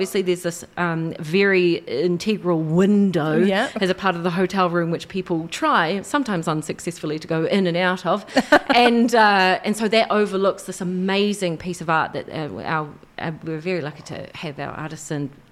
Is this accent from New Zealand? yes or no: yes; Wellington, New Zealand; moved away as an adult; now in United Kingdom; We're both from New Zealand. Wellington, New Zealand, we're actually from.